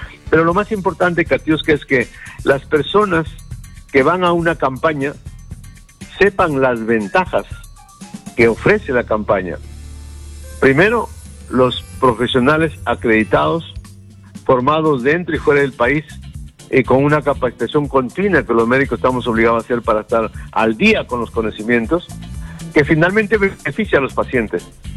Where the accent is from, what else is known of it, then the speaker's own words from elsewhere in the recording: Tacabamba, Cajamarca, Peru; yo soy de Cajamarca, de Chota, de un distrito de Tacabamba